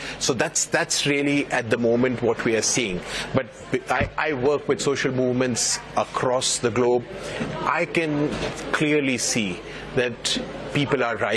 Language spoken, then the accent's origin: English; India; I come from India. So just in South Asia